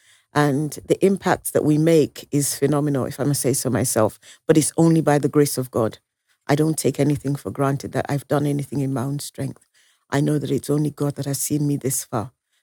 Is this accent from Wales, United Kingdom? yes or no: no; London, United Kingdom; born there; also born or lived in Nigeria; growing up in London